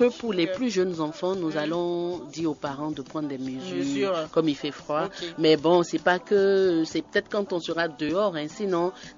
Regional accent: Benin; en tant que Béninois

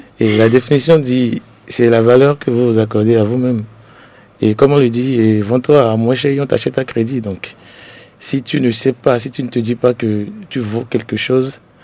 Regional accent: Benin; l'état civil, je suis béninois

